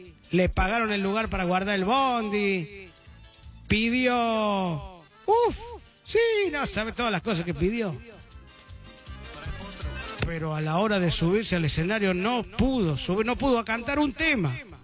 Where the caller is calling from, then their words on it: Capitán Bermúdez, Santa Fe, Argentina; Hola, Churi … de Capitán Bermúdez. Reiterame la dirección que no la alcancé a anotar. ¿Dónde vas a estar haciendo radio mañana? Que te voy a ir a saludar desde Capitán Bermúdez.